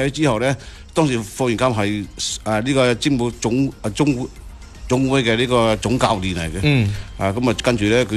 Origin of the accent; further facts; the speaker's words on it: Foshan, Guangdong, China; 我哋作為佛山人啊